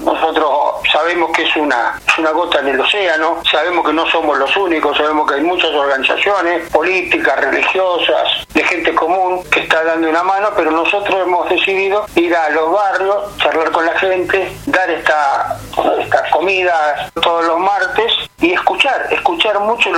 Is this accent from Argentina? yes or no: yes; Argentina; me fui un tiempito, muy cortito, estuve fuera del país en Montevideo, en la casa de unos primos de mi viejo, volví y ingresé por La Pampa